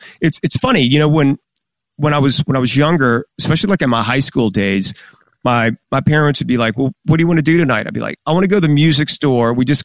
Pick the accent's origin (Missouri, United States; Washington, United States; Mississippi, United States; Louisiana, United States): Louisiana, United States; Baton Rouge; born or raised there